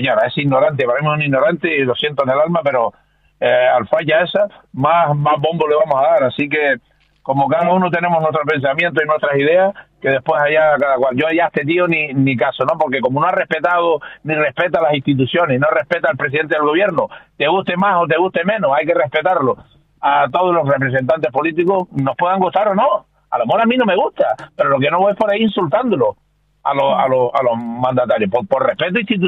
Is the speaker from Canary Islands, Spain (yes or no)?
yes; Canary Islands, Spain; los canarios no somos esto, los canarios siempre hemos sido solidarios y hemos sido humanitarios sobre todo